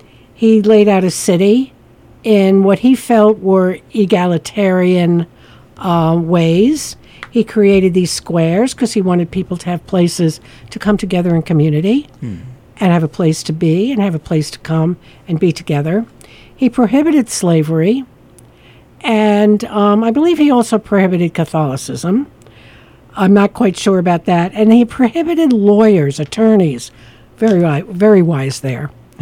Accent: New York, United States; I'm a New Yorker, and upstate New York

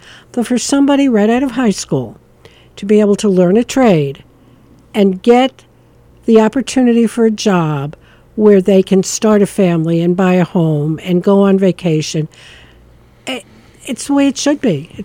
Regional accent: New York City, New York, United States; moved away as an adult; I was originally from New York City

